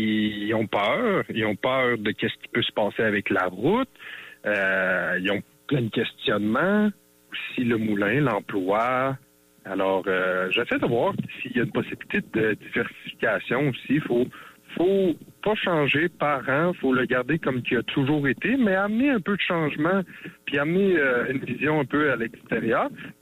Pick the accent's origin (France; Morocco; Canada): Canada; Quebec; also born or lived in Victoriaville; Je suis natif de Victoriaville et j'ai grandi la majorité de ma jeunesse rive-sud de Québec.